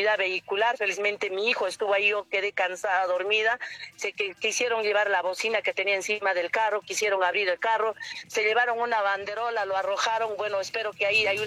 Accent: Cusco, Peru; para mí, como santiaguina

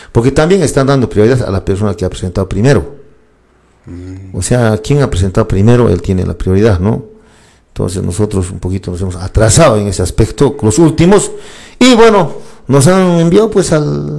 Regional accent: Calca, Cusco, Peru; a mi pueblo de Calca

